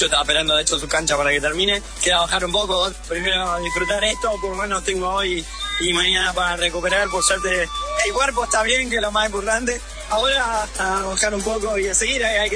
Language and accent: Spanish; Argentina; tanto afecto a la distancia acá, vivir esto en este ambiente como argentino.